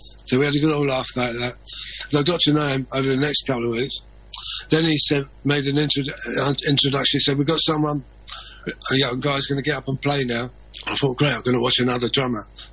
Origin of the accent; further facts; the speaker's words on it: London, United Kingdom; growing up in the East End of London after the Second World War, we played on bomb ruins and stuff like